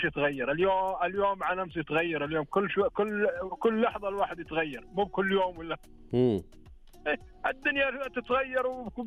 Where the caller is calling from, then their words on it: Unaizah, Al-Qassim, Saudi Arabia; من القصيم، من عنيزة.